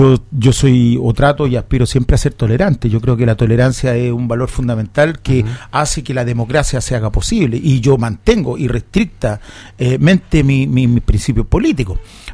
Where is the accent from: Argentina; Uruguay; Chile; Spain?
Chile; Los Andes Province, Valparaíso; yo, que soy andino de la provincia de los Andes, calle Larguino de corazón, pero de la Aconcagua fundamentalmente